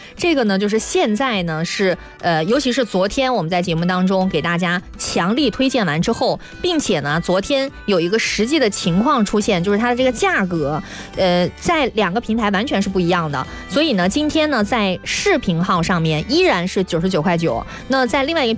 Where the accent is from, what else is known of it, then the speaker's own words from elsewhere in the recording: Gansu, China; now in Guangzhou, China; 我寄到我们甘肃老家都会包邮